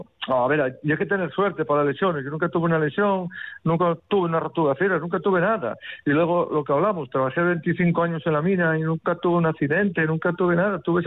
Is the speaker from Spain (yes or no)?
yes; Bilbao, Basque Country, Spain; Por eso soy de Bilbao, por el Chopo.